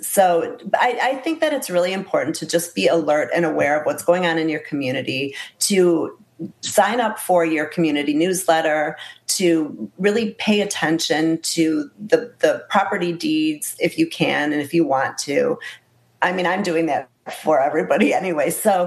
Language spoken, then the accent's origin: English; Michigan, United States; now in Florida, United States; I'm originally from Michigan